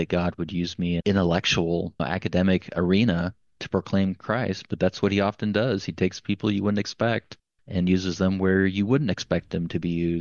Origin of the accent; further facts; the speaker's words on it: Saunders County, Nebraska, United States; I grew up as a country kid out in the farm. You know, I'm from Saunders County, baling hay, hunting pheasants, fishing.